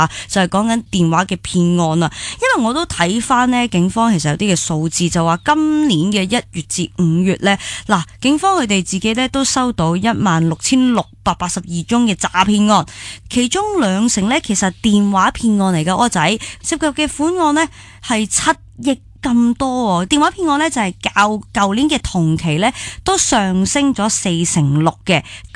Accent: Hong Kong; 香港人真的很醒的嘛。

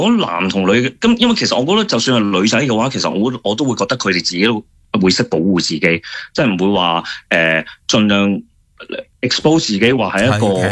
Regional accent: Hong Kong; now in Thailand

